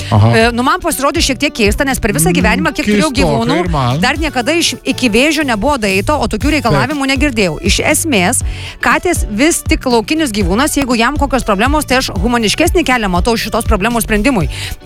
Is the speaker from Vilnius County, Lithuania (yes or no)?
no; Jurbarkas, Tauragė County, Lithuania; Aš iš Jurbarko.